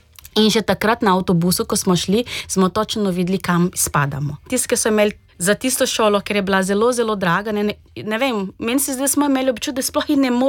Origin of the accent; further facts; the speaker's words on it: Brazil; Slovenian is a second language; now in Slovenia; jaz prihajam z Brazilije, živim v Sloveniji že od leta 2006.